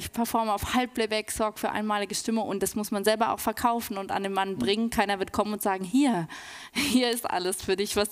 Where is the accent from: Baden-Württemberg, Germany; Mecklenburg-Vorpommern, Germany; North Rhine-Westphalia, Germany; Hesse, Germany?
Baden-Württemberg, Germany; Ich komme aus Aachen, aus dem Ortenaukreis.